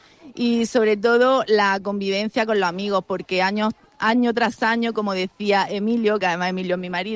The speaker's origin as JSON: {"language": "Spanish", "town": "Félix", "region": "Andalusia", "country": "Spain", "tie": "born or raised there", "said": "doy gracias a este pueblo porque aunque no pertenecemos a él desde nuestras raíces, pero las raíces que he creado yo aquí ya son para siempre y para toda la vida"}